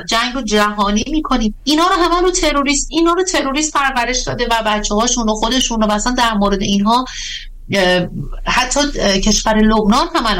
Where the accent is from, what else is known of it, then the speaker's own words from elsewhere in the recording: Iran; چون من ایرانیم